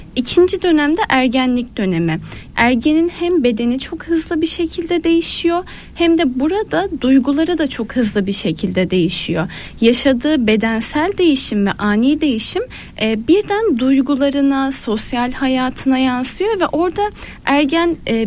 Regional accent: Mardin, Turkey; Mardinliyim, 4 kız kardeşiz. Ailenin ikinci çocuğuyum.

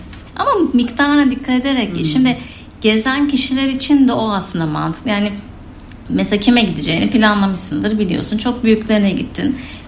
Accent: Central Anatolia, Turkey; ben de İç Anadolu bölgesindeyim.

